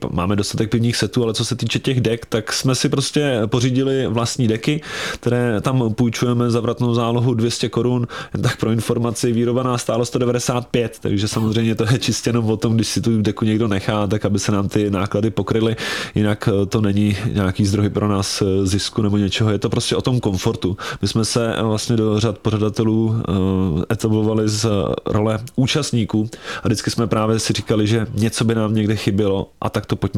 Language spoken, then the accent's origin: Czech; Hradec Králové, Hradec Králové Region, Czechia; já jsem teda z Hradce Králové